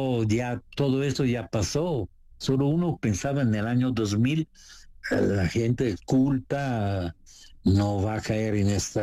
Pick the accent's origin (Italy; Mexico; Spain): Italy; Spanish is a second language; moved away; yo soy italiano